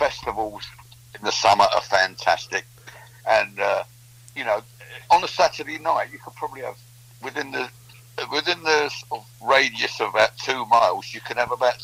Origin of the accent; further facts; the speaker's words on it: London, United Kingdom; I come from West London